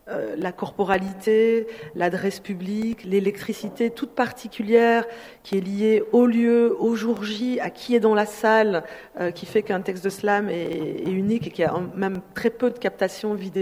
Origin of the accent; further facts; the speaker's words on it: Belgium; Donc, moi, je suis belge d'origine congolaise